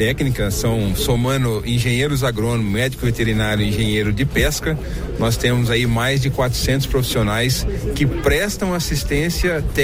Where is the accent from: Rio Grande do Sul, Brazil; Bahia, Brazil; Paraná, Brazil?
Paraná, Brazil; Terra Boa; Sou natural de Terra Boa, aqui no Paraná.